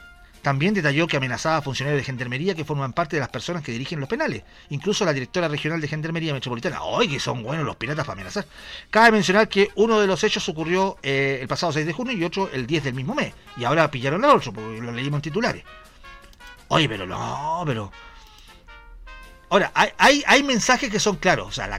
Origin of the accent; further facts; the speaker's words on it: Uruguay; vengo acá al mercado, acá, porque el mercado uruguayo, porque soy uruguayo